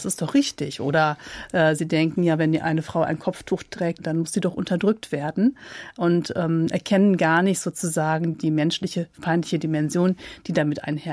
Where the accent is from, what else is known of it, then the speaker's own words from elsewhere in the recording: Germany; born there; dass ich Deutsch bin, hier geboren bin, die deutsche Staatsbürgerschaft habe.